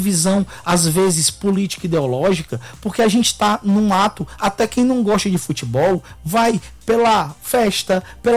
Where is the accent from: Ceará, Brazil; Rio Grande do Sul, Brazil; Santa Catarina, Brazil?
Ceará, Brazil; Barbalha; Eu sou de Barbalha, sou do Cariri, mas eu já perdi o dia, o ti, faz tempo.